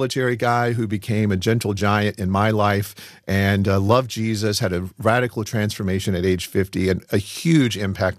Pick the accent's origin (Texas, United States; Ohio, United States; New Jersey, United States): Ohio, United States; Dayton; also born or lived in Key West; I was just 2 years old at the time. And we moved from Key West, Florida, up to Southwest Ohio, outside of Dayton, Ohio.